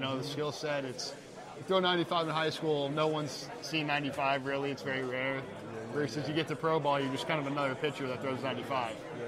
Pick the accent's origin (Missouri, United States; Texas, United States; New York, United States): Missouri, United States; Kansas City; From Kansas City, Missouri.